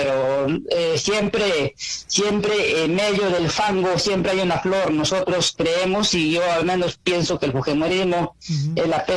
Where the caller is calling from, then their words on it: Lambayeque, Peru; nosotros estamos acá, somos andinos también